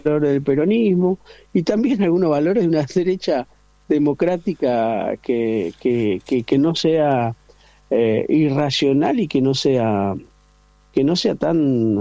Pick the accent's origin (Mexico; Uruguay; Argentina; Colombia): Argentina; Yo como argentino prefiero identificarme con el éxito